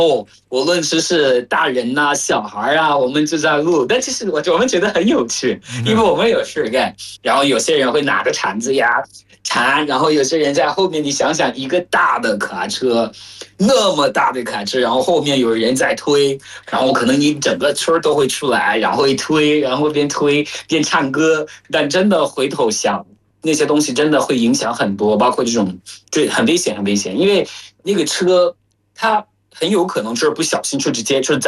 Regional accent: Yaoundé, Centre, Cameroon; Chinese is a second language; 在喀麦隆，像在我的老家，我虽然没怎么去过那儿，因为我一直在首都

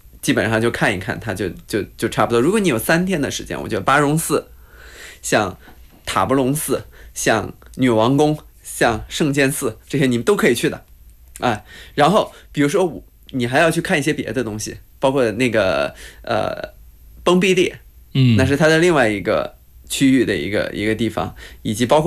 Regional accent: China; 作为一个中国人，也感觉到蛮骄傲的。

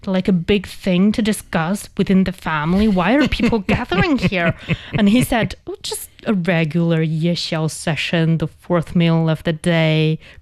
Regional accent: northern China, China; as somebody who's from the northern part

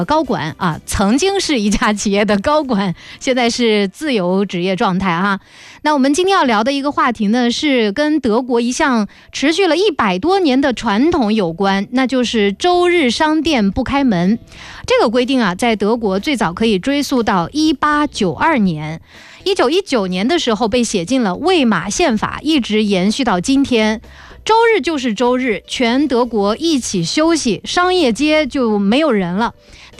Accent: China; 我作为一个中国人啊

